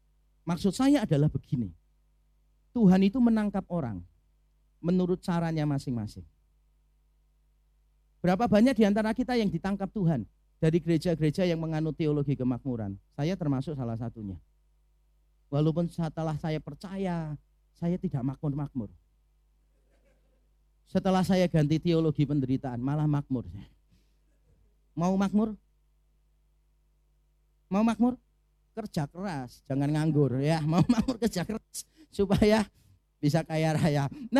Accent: Semarang, Central Java, Indonesia; moved away; saya berasal dari Semarang.

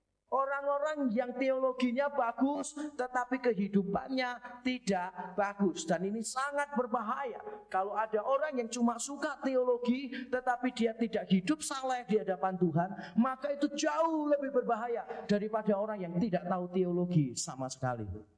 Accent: Java, Indonesia; born there; Kalau kita ditumbuhkan sebagai orang Jawa, dan saya sejak kecil tinggal sebagai satu-satunya keluarga Tionghoa di kampung yang Jawa, sehingga saya paling tahu budaya Jawa, budaya saya yang paling kental. Sebetulnya malah budaya Jawa, yang kedua baru budaya Tionghoa. Saya lebih bisa bahasa Jawa daripada bahasa Mandarin.

